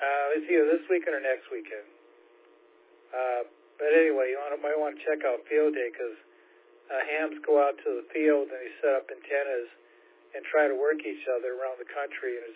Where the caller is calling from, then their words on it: California, United States; I am actually on the San Francisco Bay, about 30 miles south of San Francisco.